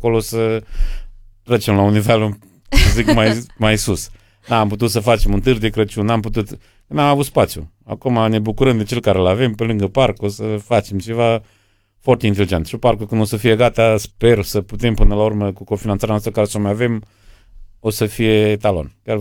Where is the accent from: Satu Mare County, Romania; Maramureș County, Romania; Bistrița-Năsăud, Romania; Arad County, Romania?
Bistrița-Năsăud, Romania; Coșbuc; sunt din Coșbuc.